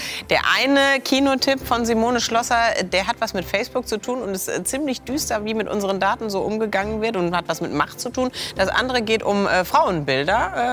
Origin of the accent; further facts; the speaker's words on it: Dortmund, North Rhine-Westphalia, Germany; Ich habe immer gelernt als Kind, ja, kommst nach Bottrop, kies einen auf den Kopf drauf. Das hat man als Dortmunder gelernt.